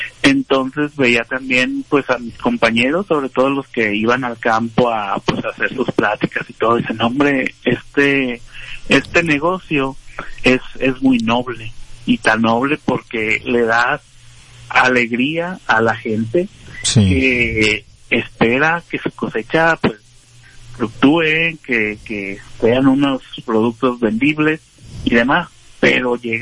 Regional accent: Manzanillo, Colima, Mexico; now in Saltillo, Mexico; Yo soy de Manzanillo, Colima

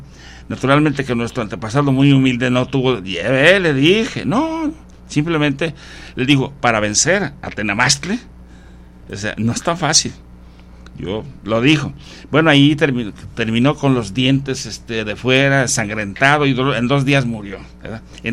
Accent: Limón, Mexico; born there; moved away; rescatar la memoria de mi pueblo.

